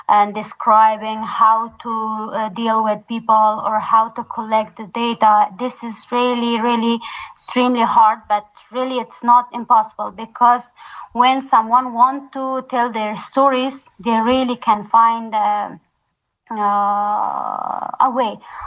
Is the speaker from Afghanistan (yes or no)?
yes; Takhar, Afghanistan; moved away as an adult; also born or lived in Pakistan; now in Tanzania; my hometown, Tahar